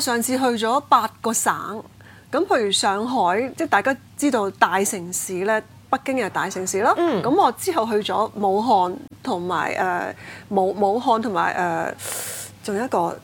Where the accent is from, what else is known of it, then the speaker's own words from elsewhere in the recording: Hong Kong; 我哋比較接觸西方文化多啲咧，